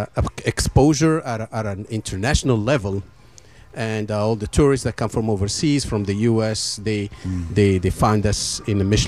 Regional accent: Morocco; I'm from Morocco.

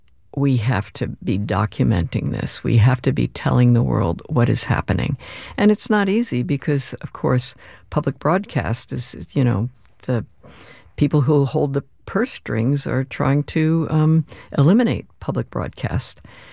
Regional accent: New Jersey, United States; If I did that, I'd be back in New Jersey.

